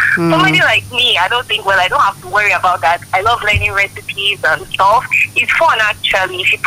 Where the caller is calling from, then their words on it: Ibadan, Oyo, Nigeria; I'm calling from Akobo.